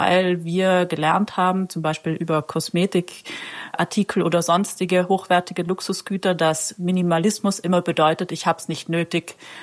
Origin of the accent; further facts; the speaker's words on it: Trentino-Alto Adige, Italy; Ja, ich komme nämlich aus Südtirol und hier gibt es ein Milchunternehmen, das Miller heißt.